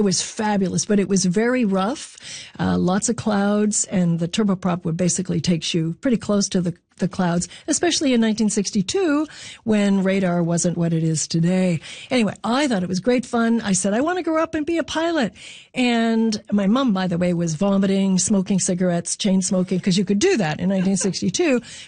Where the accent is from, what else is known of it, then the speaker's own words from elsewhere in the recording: Belleville, Ontario, Canada; Belleville, Ontario, near the Trenton Air Force Base, just a bit west. We were on the west side of Belleville near the Trenton Air Force Base. And I grew up during the time of the Golden Hawks.